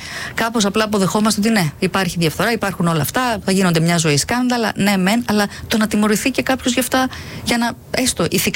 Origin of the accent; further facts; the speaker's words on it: Elassona, Thessaly, Greece; now in Thessaloniki, Greece; εγώ δεν είμαι Θεσσαλονικιά, αλλά ζω πλέον εδώ τόσα χρόνια, έχω γίνει. Καταγωγή εννοώ. Ναι. Δεν είμαι από εδώ, από Ελασσόνα.